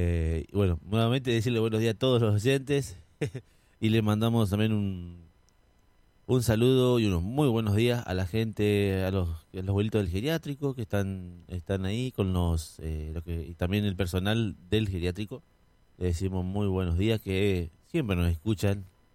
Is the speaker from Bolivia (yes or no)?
no; Argentina